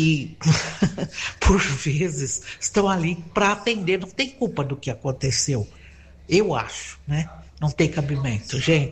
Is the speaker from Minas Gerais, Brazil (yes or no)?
no; Piracicaba, São Paulo, Brazil; sou de Piracicaba.